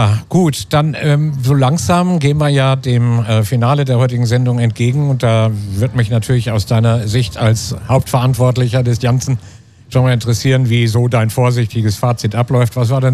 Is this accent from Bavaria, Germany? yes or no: no; Bremen, Germany; moved away; Ich bin nun gebürtiger Bremer